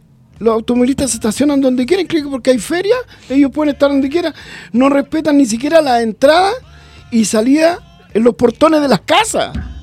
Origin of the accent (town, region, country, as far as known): Chile